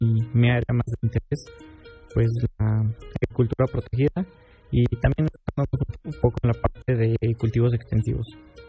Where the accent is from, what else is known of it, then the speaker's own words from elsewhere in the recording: Chimalhuacán, Puebla, Mexico; now in Hidalgo, Mexico; Soy de Chimalhuacán, Puebla, y actualmente estoy cursando el séptimo semestre de la carrera.